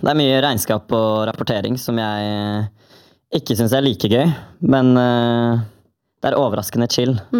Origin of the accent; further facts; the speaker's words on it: Oslo, Norway; moved away; Jeg er fra Grünerløkka i Oslo.